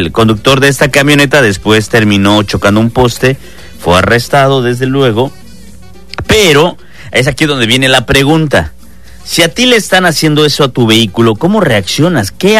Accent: Mexico

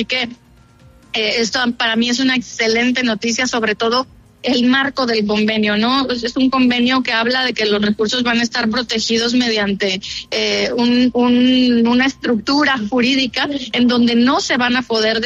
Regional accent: Mexico

